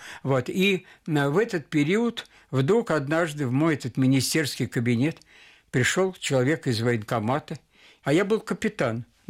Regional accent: Moscow, Russia; born there; Я родился в Москве.

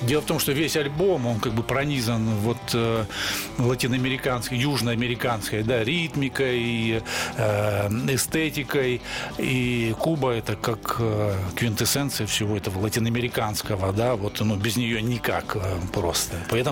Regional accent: Donbas, Ukraine; я родился на Донбассе и провел там детство, юношество, и я очень с большим теплотом вспоминаю это время

